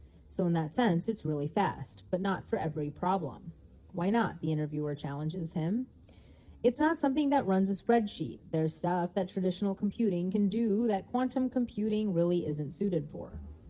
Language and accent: English; New York City, New York, United States; We didn't have any money growing up in New York City. I went to all public schools and commuted to my magnet high school.